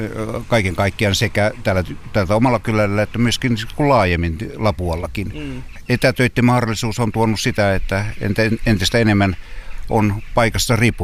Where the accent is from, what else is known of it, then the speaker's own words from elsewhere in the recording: Tiistenjoki, South Ostrobothnia, Finland; moved away; mä olen syntynyt Tiistenjoella ja lapsuuteni viettänyt täällä Tiistenjoella, mutta sitten lähtenyt täältä kylältä pois, mutta että tämä on se mun oma sielumaisema, niin tämä on se rakkain paikka, mitä olen kokenut.